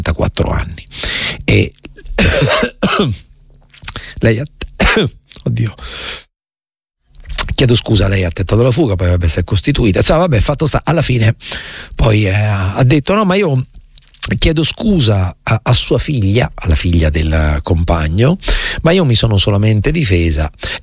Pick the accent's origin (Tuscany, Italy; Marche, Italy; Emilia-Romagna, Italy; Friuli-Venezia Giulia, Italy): Marche, Italy; Allora, io sono marchigiano, ok? Conosco bene le Marche e so perfettamente che nelle Marche non succedeva mai niente.